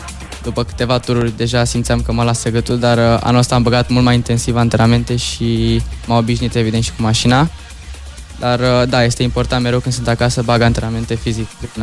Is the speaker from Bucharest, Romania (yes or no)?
yes; Bucharest, Romania; Din București.